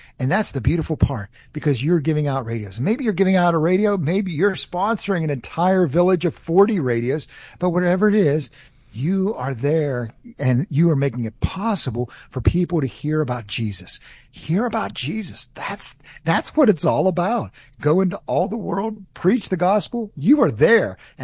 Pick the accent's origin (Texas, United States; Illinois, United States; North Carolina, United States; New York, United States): North Carolina, United States; You can tell I'm from North Carolina, not from California.